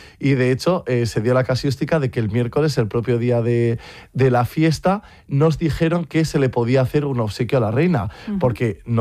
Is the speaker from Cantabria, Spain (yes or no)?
no; Logroño, La Rioja, Spain; porque nosotros somos de Logroño, somos de La Rioja y queríamos que el guiño fuese ese.